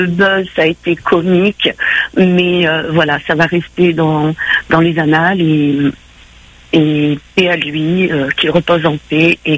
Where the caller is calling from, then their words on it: Nouvelle-Aquitaine, France; Oui, je vous appelle de la Charente-Maritime.